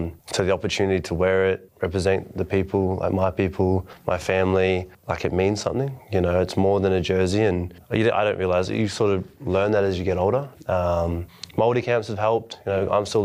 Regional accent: Australia; born there; also born or lived in New Zealand; I grew up in Australia for a lot of my life. I was back in New Zealand during a tough time for my family

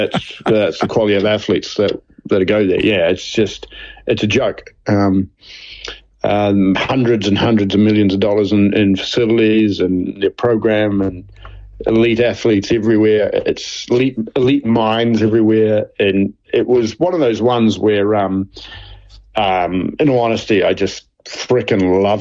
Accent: New Zealand; but like growing up in New Zealand, they were kind of like, hey, you know, settle down

